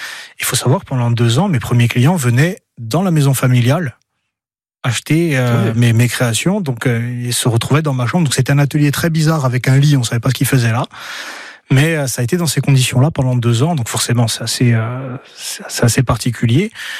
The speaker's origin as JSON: {"language": "French", "region": "Corsica", "country": "France", "tie": "born or raised there", "said": "l'atelier boutique que j'ai dans le village, donc dans Piazza di Avetiasco, là, où j'allais quand j'étais petit en CP d'ailleurs."}